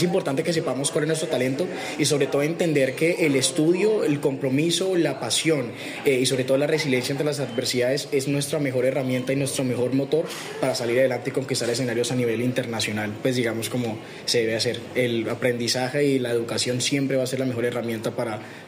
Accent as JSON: {"language": "Spanish", "town": "Buenaventura", "region": "Valle del Cauca", "country": "Colombia", "moved": "yes", "lives_now": "Bogotá, Colombia", "said": "soy porteño de sangre, bonaverense, y tuve la posibilidad no solo de representar a Buenaventura, sino a Colombia"}